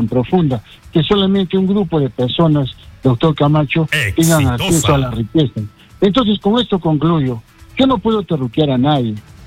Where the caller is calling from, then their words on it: Arequipa, Peru; como arequipeño que soy